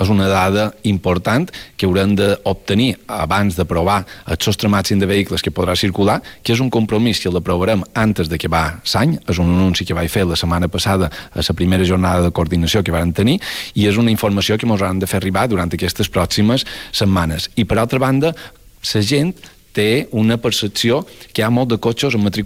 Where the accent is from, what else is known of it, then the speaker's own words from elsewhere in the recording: Mallorca, Balearic Islands, Spain; nosaltres, com a mallorquins